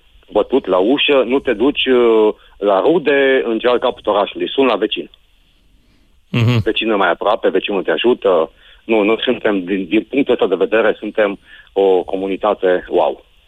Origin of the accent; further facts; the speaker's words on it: Timișoara, Timiș County, Romania; undeva la, mers pe jos, 15 minute de centru Timișorii. Momentan locuiesc în Fratelia. Până în anii 80 era zonă limitrofă. Acum suntem înconjurați de case